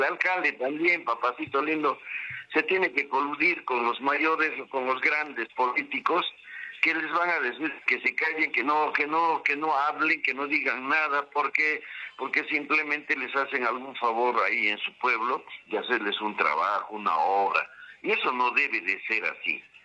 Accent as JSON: {"language": "Spanish", "region": "Cusco", "country": "Peru", "said": "nosotros los cusqueños"}